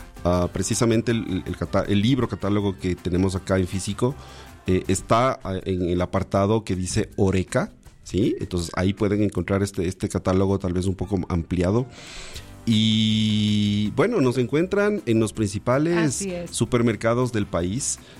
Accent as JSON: {"language": "Spanish", "country": "Ecuador", "said": "los productores ecuatorianos estamos en una percha muy amplia"}